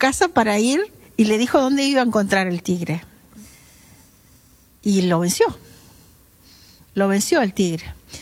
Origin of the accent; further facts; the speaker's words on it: Salto, Uruguay; born there; Tanto que Quiroga es nacido en el mismo lugar. Los dos nacimos en Salto.